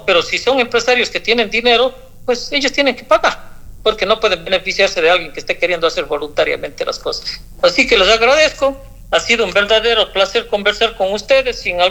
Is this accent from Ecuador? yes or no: yes; Ecuador; como un ecuatoriano de bien